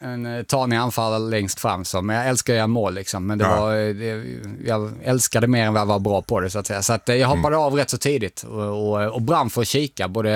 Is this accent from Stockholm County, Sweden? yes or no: no; Dalby, Skåne, Sweden; Jag är från Dalby, så en liten rivalby.